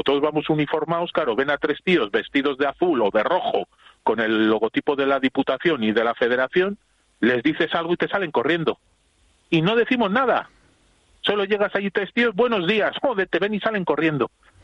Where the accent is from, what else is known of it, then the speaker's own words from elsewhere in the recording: Bilbao, Basque Country, Spain; Yo soy de Bilbao, y orgulloso de ser de Vizcaya.